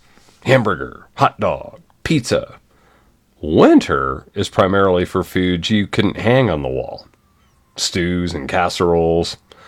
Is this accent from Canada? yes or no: no; Midwest, United States; growing up in the Midwest like me